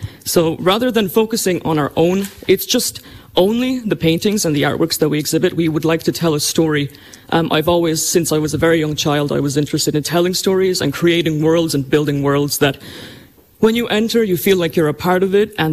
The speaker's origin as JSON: {"language": "English", "country": "Ireland", "tie": "born or raised there", "said": "Yeah, my family's from Poland, but I grew up in Ireland, so I feel very connected with the culture here and with the people in the town."}